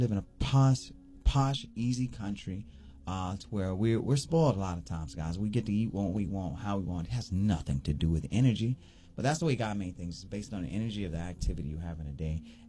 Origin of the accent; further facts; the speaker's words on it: United States; we're American.